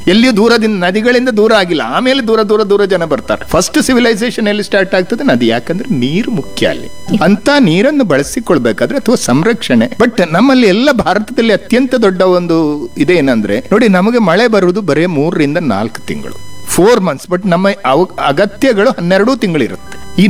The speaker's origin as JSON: {"language": "Kannada", "region": "Kerala", "country": "India", "moved": "yes", "lives_now": "Belagavi, India", "said": "ನಾನು 30 ಇಯರ್ಸ್ ಹಿಂದೆ ಬಂದವ ಬೆಳಗಾಮಿಗೆ, ನಾನು ನಿಜವಾಗಿ ಅಂದ್ರೆ ಬೆಳಗಾಂನೂ ಅಲ್ಲ, ನಾವು ಕೇರಳದವರು. 30 ವರ್ಷಗಳ ಹಿಂದೆ ಮತ್ತು 30-33 ವರ್ಷಗಳ ಹಿಂದೆ ನಾನು ಇಲ್ಲಿಗೆ ಬಂದೆ."}